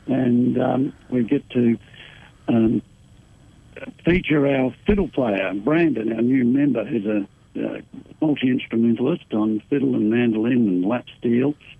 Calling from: New South Wales, Australia

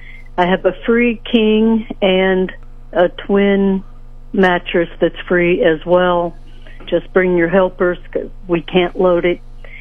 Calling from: Sedalia, Missouri, United States; I'm calling from Sedalia.

